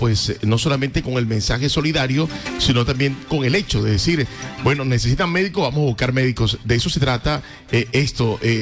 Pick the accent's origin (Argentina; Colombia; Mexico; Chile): Colombia; somos colombianos